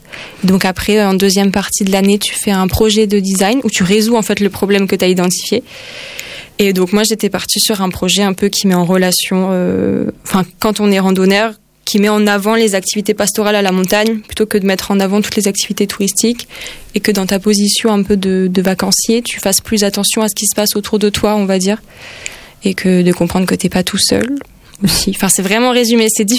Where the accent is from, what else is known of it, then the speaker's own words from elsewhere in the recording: Grenoble, Auvergne-Rhône-Alpes, France; Après, moi, je suis allée pas mal sur place en Ariège, puis j'ai grandi à Grenoble et tout.